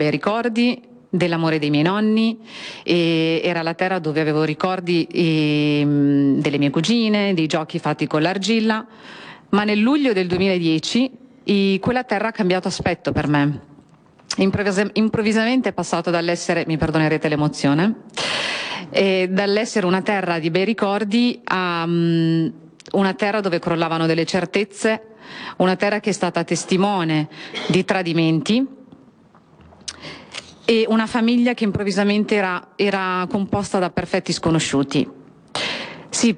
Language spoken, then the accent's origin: Italian; Emilia-Romagna, Italy; also born or lived in Pakistan / Novellara; sono cresciuta nella pianura emiliana, più o meno sempre nella bassa reggiana. Gli ultimi miei anni dell'adolescenza, diciamo avvicinandomi all'età adulta, li ho fatti proprio a Novellara